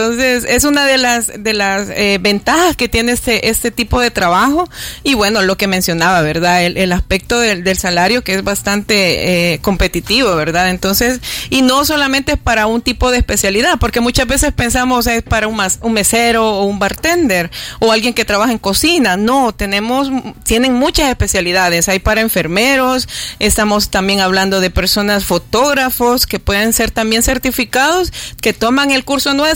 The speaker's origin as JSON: {"language": "Spanish", "country": "El Salvador", "said": "siempre recordemos que somos salvadoreños y amar a nuestro país"}